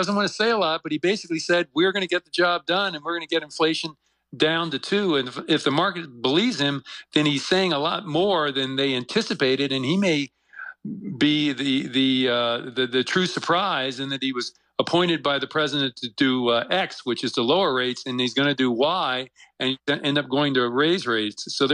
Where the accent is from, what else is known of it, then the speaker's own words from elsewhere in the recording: New York, United States; Oh, absolutely. The joke is, you know you're a real New Yorker is when you see a parade, you go in the opposite direction.